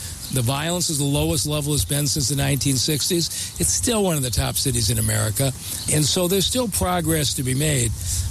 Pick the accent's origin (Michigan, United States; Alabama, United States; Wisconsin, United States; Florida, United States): Michigan, United States; Detroit; Well, I grew up in Detroit as a kid, and the Detroit I remember was a magical place.